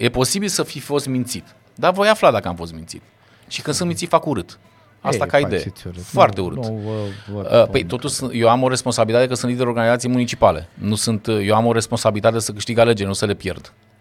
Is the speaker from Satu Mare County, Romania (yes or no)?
no; Constanța, Constanța County, Romania; Da, m-am născut, am copilărit în Constanța.